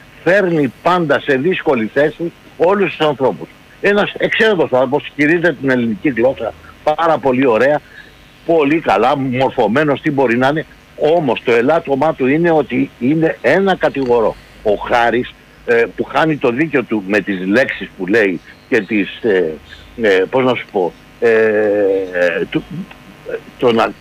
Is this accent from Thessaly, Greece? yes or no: no; Neo Faliro, Attica, Greece; από το Νέο Φάληρο.